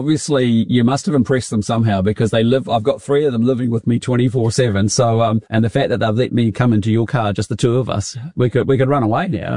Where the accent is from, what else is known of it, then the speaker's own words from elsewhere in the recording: Auckland, New Zealand; born there; also born or lived in Christchurch; we moved up from Christchurch to this place called Howick, Cockle Bay, and we lived here for about 10 years, and it's where a lot of where my childhood was.